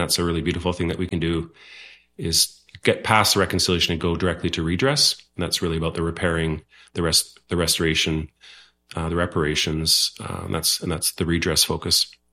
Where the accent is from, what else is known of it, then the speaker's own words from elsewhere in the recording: Netherlands; first language Dutch; English is a second language; I'm Dutch. My mom and dad were Dutch. I'm a Dutch citizen as my first language.